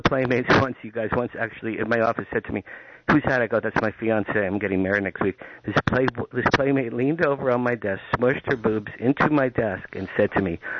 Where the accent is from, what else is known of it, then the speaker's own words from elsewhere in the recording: Asbury Park, New Jersey, United States; I grew up in Asbury Park, New Jersey.